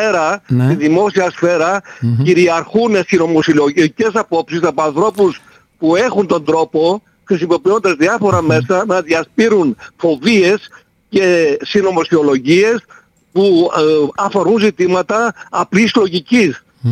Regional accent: Greece; Είμαστε Έλληνες.

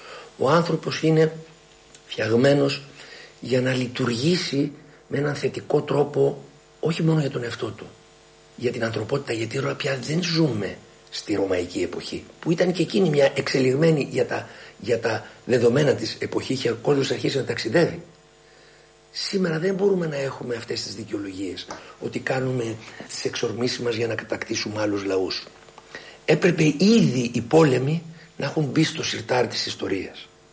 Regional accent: Nikaia, Attica, Greece; born there; Και εμείς, εγώ και ο Χρήστος, γεννηθήκαμε στην παράγκα της Κοκκινιάς.

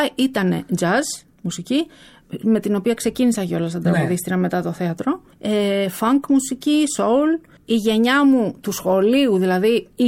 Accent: Athens, Attica, Greece; also born or lived in Piraeus; Εγώ μεγάλωσα στην Αθήνα βέβαια.

